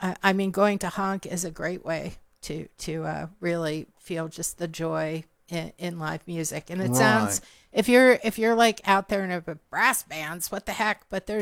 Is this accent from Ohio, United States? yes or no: no; Connecticut, United States; now in Texas, United States; I'm from Connecticut. We had nothing like this in Connecticut. And so when I moved here